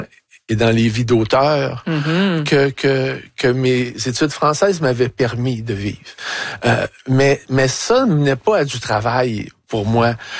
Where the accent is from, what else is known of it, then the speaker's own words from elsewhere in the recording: Montreal, Quebec, Canada; Je venais du sol de Montréal-Nord où dès l'enfance, j'achetais des 45 tours au coin de la rue.